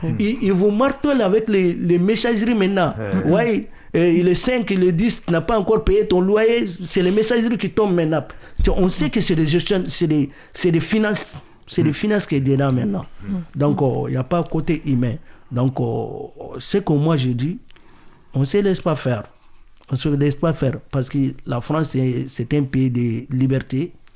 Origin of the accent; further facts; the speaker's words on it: Mali; Lui, il est Mauritanien, lui, il est Sénégalais, moi, je suis Malien.